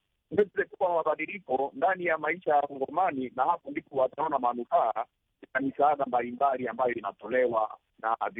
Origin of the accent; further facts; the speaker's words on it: DR Congo; wakongomani tunaweza